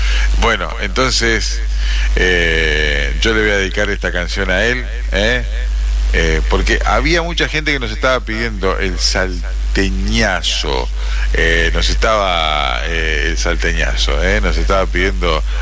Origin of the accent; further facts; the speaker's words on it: La Viña, Salta, Argentina; now in Firmat, Argentina; Soy bien salteño, nacido en el pueblo de La Viña, camino a Cafayate. … les mando saludo a todos los viajeros de mi pueblo nativo. Hace 22 años que vivo en Firmat.